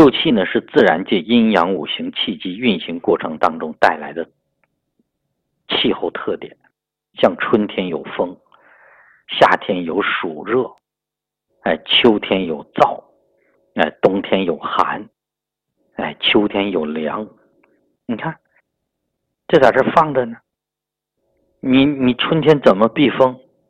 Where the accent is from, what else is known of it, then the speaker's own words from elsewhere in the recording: Yunnan, China; 我们云南人吃米线